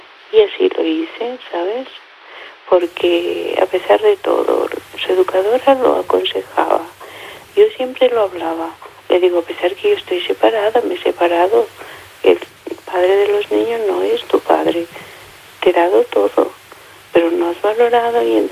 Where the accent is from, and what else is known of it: Peru